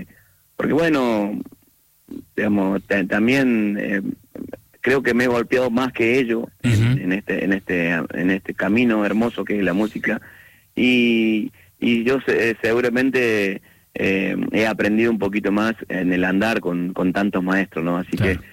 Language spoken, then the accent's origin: Spanish; Córdoba, Argentina; que es para nosotros el himno de nuestro de los norteños.